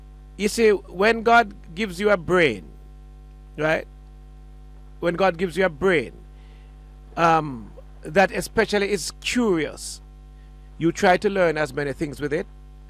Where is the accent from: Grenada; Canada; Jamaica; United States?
Jamaica; We are Jamaican.